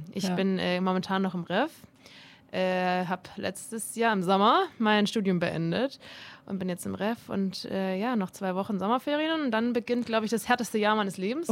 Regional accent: Schorndorf, Baden-Württemberg, Germany; moved away; Ihr müsst ja wissen, ich komme ursprünglich aus Schorndorf und Marian kommt da auch her.

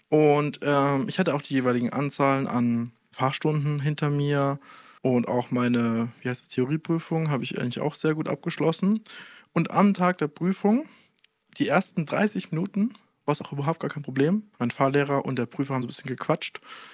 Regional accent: Australia; German is a second language; Also ich bin aus Australien wirklich weit weg. Das ist nicht so 3 Stunden in eine andere Stadt fahren, das ist wirklich weit weg.

